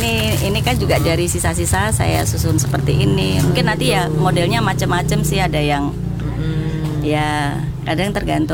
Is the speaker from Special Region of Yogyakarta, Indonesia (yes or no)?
yes; Sleman, Special Region of Yogyakarta, Indonesia; Terima kasih … berasal dari Manggung, Catur Tunggal, Depok, Sleman.